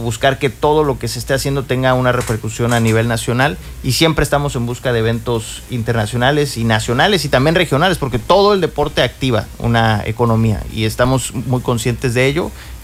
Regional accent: Mexico; inclusive como mexicano

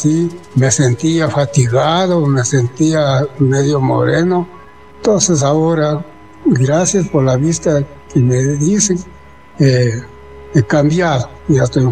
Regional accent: Tomaloma, Chimborazo, Ecuador; Yo soy de Tomaloma.

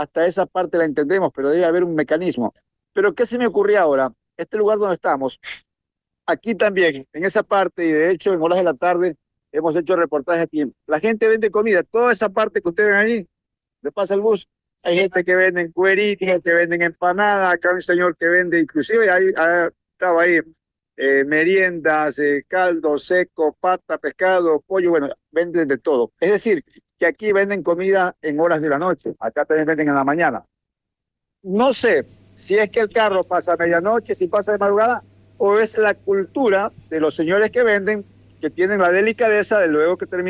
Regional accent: Santa Ana, Manabí, Ecuador; now in Manta, Ecuador; ya desfilé por las calles de Santa Ana rindiéndole homenaje a mi pueblo

